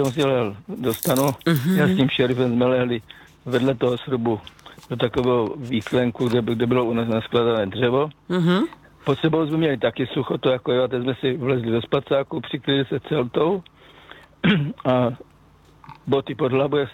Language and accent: Czech; South Moravian Region, Czechia